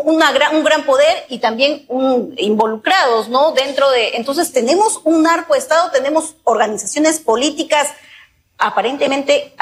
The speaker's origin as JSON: {"language": "Spanish", "country": "Peru", "said": "Sinceramente, entonces, como peruano"}